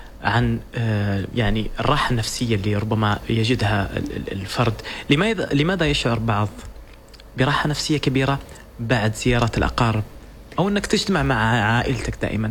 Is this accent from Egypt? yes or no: no; Oman; إحنا كأسر عمانية عربية متماسكين